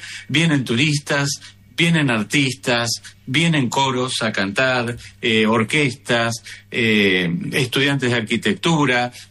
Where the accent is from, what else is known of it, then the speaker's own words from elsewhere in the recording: Bahía Blanca, Buenos Aires Province, Argentina; now in La Plata, Argentina; yo soy de Bahía Blanca.